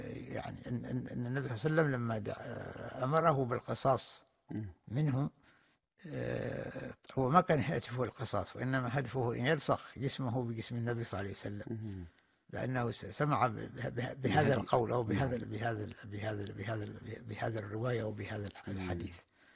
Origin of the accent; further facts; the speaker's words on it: Oman; وكم هنا عندنا في عمان حقيقة كم من النساء نسمع عنهن